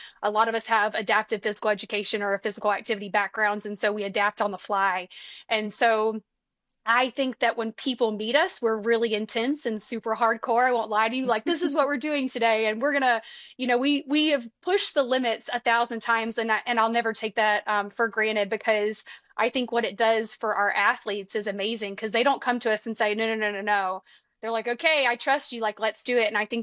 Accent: Alabama, United States

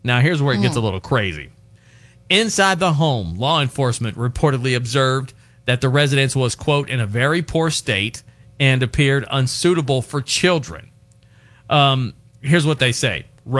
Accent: Charleston, West Virginia, United States; Now, I'm from Charleston, West Virginia.

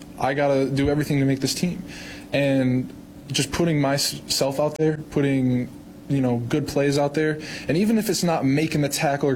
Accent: Michigan, United States; Like, I'm from Michigan, so like Ford Field is decently big.

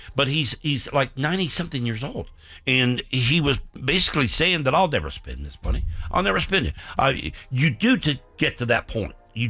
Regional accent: Nashville, Tennessee, United States; I grew up in Nashville.

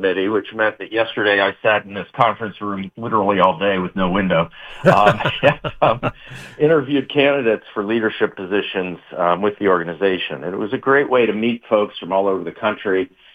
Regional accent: Ohio, United States; now in New Hampshire, United States; I grew up in the Midwest in Ohio

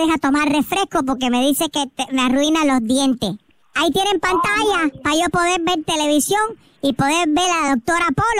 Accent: Cuba; Bueno, tú sabes, yo soy cubano.

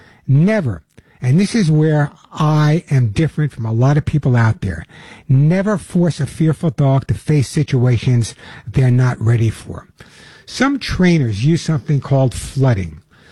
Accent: New York, United States; but I grew up on Long Island. You can never tell, right? I have no accent. Long Island, I said it.

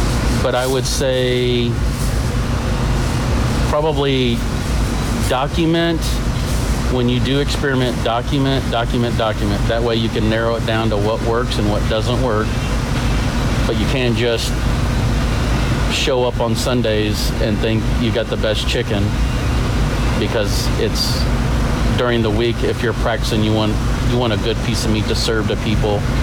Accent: Excelsior Springs, Missouri, United States; I'm from Excelsior Springs, Missouri.

